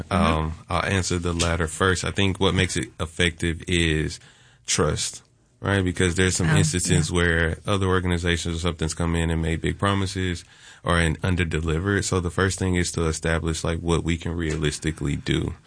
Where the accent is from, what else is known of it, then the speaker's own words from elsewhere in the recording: Texas, United States; now in Georgia, United States; because I'm from Texas